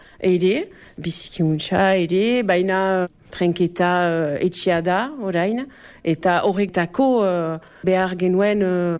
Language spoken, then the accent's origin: Basque; Louhossoa, Nouvelle-Aquitaine, France; Beti danik egon niz hemen. Luxon, nire herria